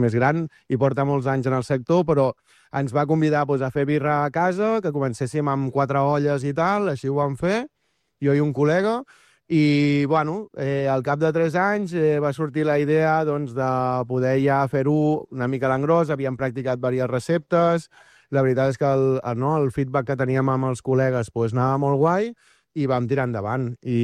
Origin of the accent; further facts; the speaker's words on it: Arenys de Mar, Catalonia, Spain; Arenys de Mar, sempre. Capital de l'Almaresma.